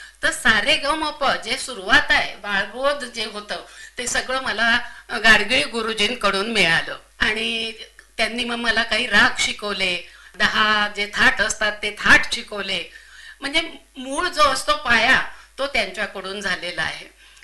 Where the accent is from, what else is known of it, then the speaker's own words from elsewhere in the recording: Daryapur, Maharashtra, India; मी दर्यापूरची आहे